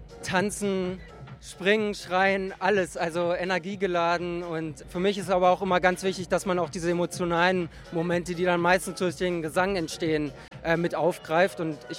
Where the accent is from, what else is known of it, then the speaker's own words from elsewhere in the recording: Hamburg, Germany; also born or lived in England; 27 Jahre aus Hamburg